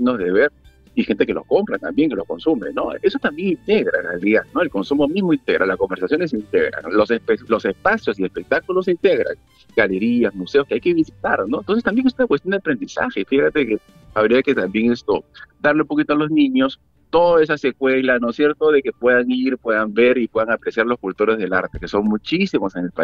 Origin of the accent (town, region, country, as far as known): Peru